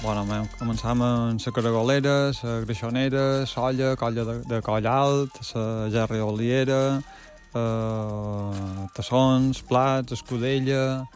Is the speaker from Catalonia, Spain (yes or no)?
no; Palma, Balearic Islands, Spain; vivíem en el barri, a la gerreria